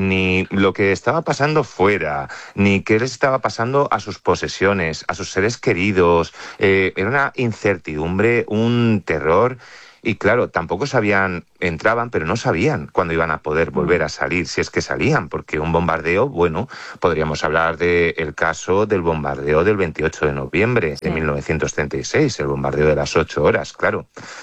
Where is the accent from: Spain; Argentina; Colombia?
Spain; Alicante, Valencian Community